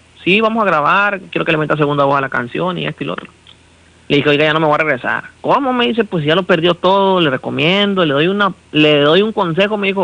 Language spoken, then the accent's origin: Spanish; Pijijiapan, Chiapas, Mexico; born there; Nunca se me ha dado la oportunidad de tocar en mi pueblo, ni cuando tocaba con la banda corceleña de Tuxtla Gutiérrez, tocaba con un norteño aquí en mi pueblo que se llama